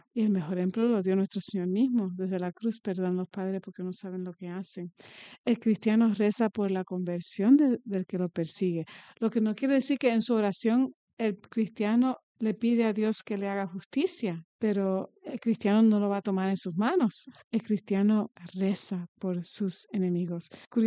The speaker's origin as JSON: {"language": "Spanish", "country": "Puerto Rico", "said": "Nosotros tenemos unas tradiciones lindas en Puerto Rico de bendecir a nuestros hijos y a nuestros parientes"}